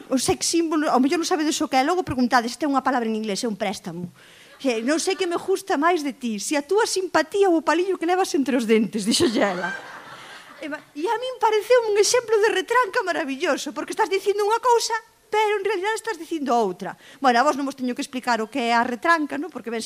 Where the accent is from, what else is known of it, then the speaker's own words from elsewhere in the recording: Maniños, Galicia, Spain; Miradme a min, que son de Maniño, sabedes onde está.